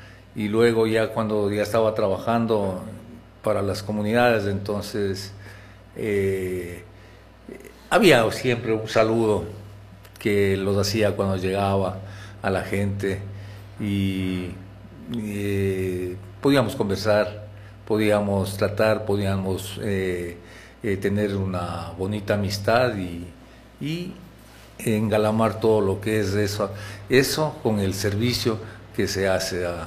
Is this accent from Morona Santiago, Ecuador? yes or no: yes; Cuchayenza, Morona Santiago, Ecuador; first language Shuar; Spanish is a second language; yo nací en Cuchayenza, entonces yo lo primero que aprendí a hablar fue el Shuar.